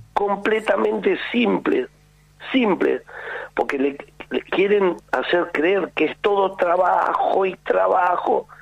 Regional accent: Argentina

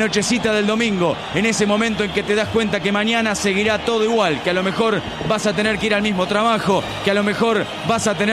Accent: Argentina; Porque somos eso, somos Argentina.

